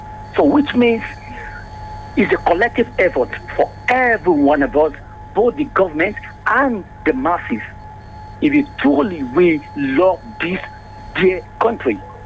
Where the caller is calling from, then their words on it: Amsterdam, North Holland, Netherlands; from Amsterdam.